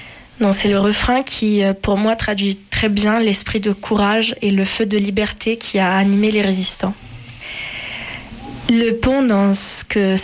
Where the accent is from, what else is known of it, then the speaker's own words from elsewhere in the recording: Venice, Veneto, Italy; moved away; ma ville natale, Venise, qui est une ville à mesure d'eau, comme on dit, où les ponts sont donc souverains.